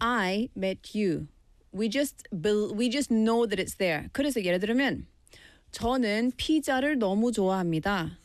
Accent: Scotland, United Kingdom; Korean is a second language; moved away; 내가 아니 스코틀랜드에서 왔어.

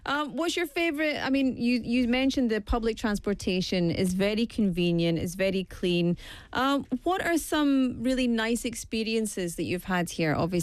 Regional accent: Scotland, United Kingdom; I feel the same about my hometown food. You just can't get it. I'm from Scotland.

